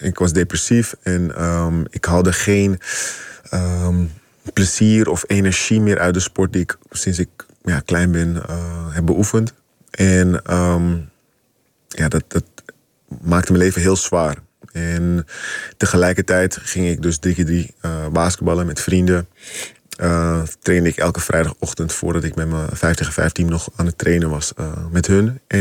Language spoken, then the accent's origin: Dutch; Amsterdam, North Holland, Netherlands; ik kom uit de Bijlmer